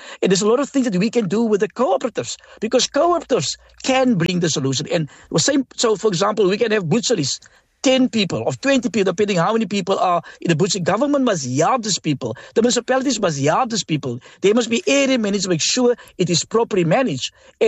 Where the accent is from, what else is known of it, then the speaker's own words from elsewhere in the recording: South Africa; We believe that we are South African citizens and we should benefit equally.